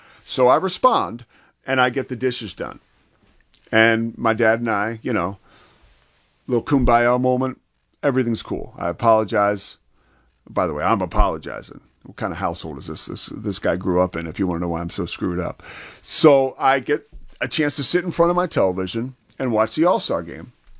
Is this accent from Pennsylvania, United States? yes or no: yes; Philadelphia, Pennsylvania, United States; And I'm from Philadelphia